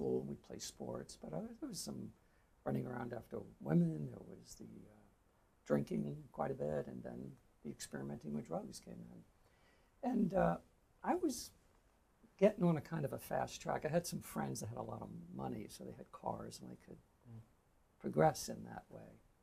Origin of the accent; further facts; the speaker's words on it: New York, United States; So I'm from New York, Long Island. I think I was brought up with faith.